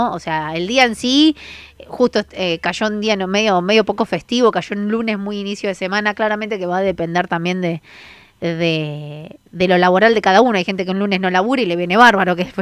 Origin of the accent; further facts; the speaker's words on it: Argentina; por lo menos a mí, como argentina